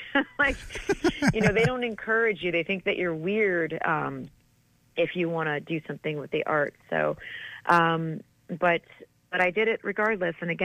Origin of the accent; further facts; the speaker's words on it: Michigan, United States; I grew up again in Michigan